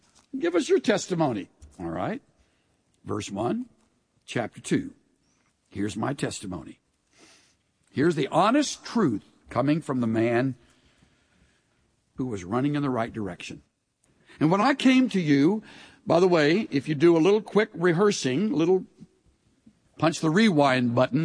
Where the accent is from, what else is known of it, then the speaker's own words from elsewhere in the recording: El Campo, Texas, United States; Me, I'm from the great metropolis of El Campo. Woo! Great White Way. Right down the road from Rosenberg, Bay City, Wharton.